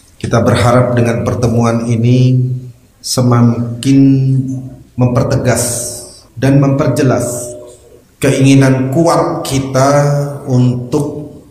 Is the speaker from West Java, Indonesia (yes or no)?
no; Lamongan, East Java, Indonesia; Saya dari Lamongan, menurut saya Lamongan itu tidak jauh.